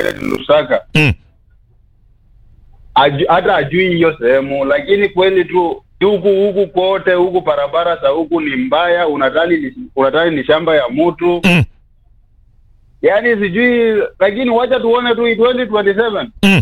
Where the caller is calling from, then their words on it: Bungoma County, Kenya; natoka Bungoma lakini natoka sehemu inaitwa Kimaiti.